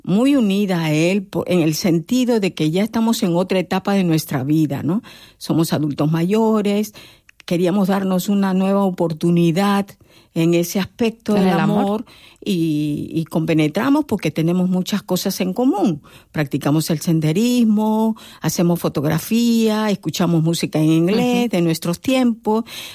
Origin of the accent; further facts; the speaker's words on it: Peru; moved away as an adult; also born or lived in South Korea; now in Almería, Spain; una peruana que viene con su vestimenta